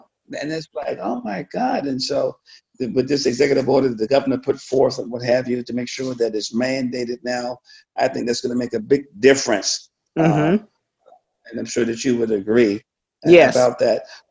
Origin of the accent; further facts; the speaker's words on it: Portsmouth, Virginia, United States; I've been born and raised in Portsmouth, right in Sonia, Suffolk County